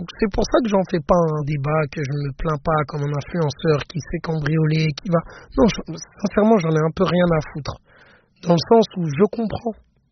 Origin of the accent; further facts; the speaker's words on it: Paris, Île-de-France, France; moved away as an adult; now in Dubai, United Arab Emirates; Mais je ne pense pas finir mes jours à Dubaï. Je suis un vrai Parisien. Je me sens totalement Parisien.